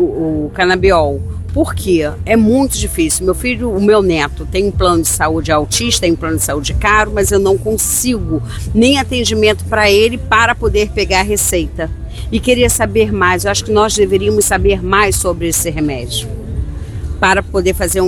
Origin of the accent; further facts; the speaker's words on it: Cabo Frio, Rio de Janeiro, Brazil; sou daqui mesmo de Cabo Frio.